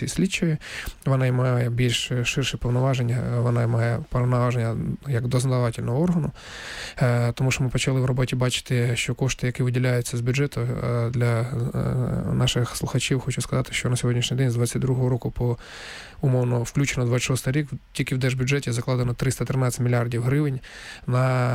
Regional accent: Donetsk, Donetsk Oblast, Ukraine; тому що дійсно я сам з Донецька і вперше відчув на себе і на своїй, як то скажуть, шкурі, і на власному досвіді.

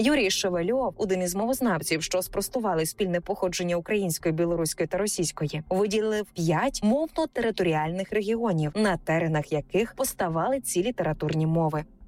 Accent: Knyazha, Cherkasy Oblast, Ukraine; Для обговорення маю унікальний приклад слова з мого рідного села Княжа на Черкащині.

